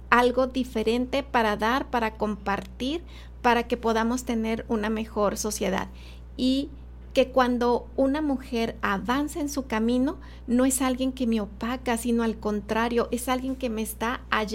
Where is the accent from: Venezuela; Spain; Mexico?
Mexico; Ciudad Juárez, Chihuahua; Fíjate que nací en Chihuahua, pero porque mi mamá es maestra, entonces en el verano iba a estudiar a Chihuahua. Entonces, pues allá nací